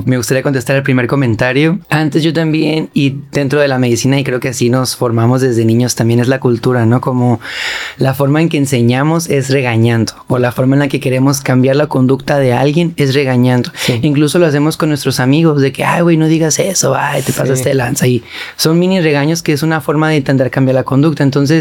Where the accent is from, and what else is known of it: Mexico